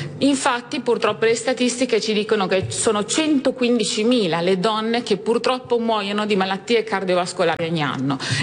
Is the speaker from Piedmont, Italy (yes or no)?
no; Piacenza, Emilia-Romagna, Italy; io sono di Piacenza